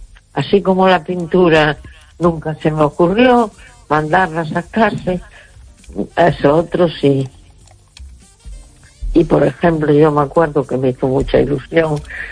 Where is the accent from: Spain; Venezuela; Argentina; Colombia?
Spain; A Coruña, Galicia